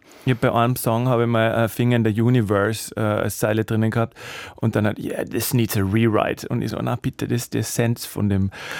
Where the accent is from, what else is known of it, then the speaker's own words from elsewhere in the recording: Salzburg, Austria; Ja, ich meine, ich komme wirklich aus Salzburg